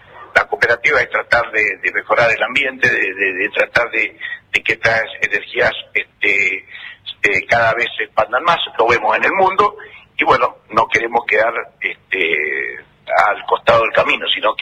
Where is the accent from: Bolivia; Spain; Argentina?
Argentina; Mendoza; soy de la provincia de Mendoza, es la primera vez que estoy acá en Esquel